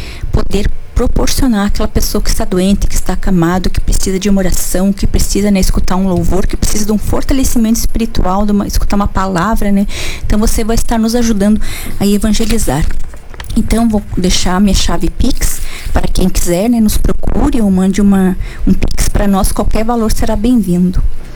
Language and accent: Portuguese; Vacaria, Rio Grande do Sul, Brazil; Alô, Vacaria, né? Minha terra.